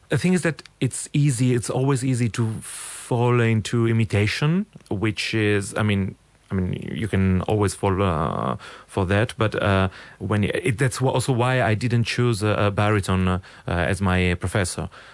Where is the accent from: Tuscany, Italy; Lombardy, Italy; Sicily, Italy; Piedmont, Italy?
Lombardy, Italy; Milan; I mean, as I grew up in Milano, so when I went to opera was La Scala